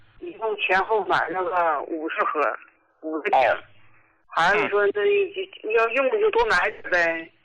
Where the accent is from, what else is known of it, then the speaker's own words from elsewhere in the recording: Jilin, China; 我是吉林的患者。